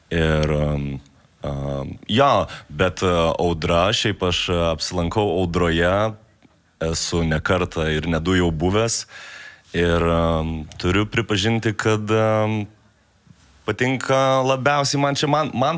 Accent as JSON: {"language": "Lithuanian", "town": "Vilnius", "region": "Vilnius County", "country": "Lithuania", "said": "aš pats esu vilnietis"}